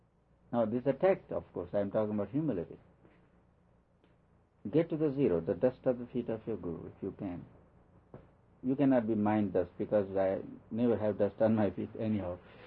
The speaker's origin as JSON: {"language": "English", "country": "India", "moved": "yes", "lives_now": "United States", "said": "Not because I'm Indian. I think I'm as good an Indian as I'm good American."}